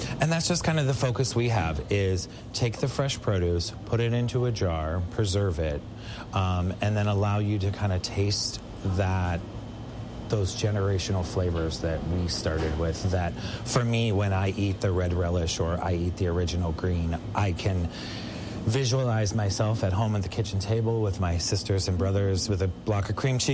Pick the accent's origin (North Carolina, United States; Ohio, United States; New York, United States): Ohio, United States; We grew up in Ohio as a kid making pickles.